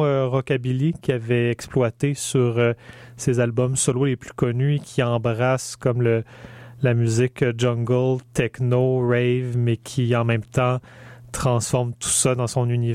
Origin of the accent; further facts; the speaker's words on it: Montreal, Quebec, Canada; je suis un Montréalais, je suis un citadin montréalais.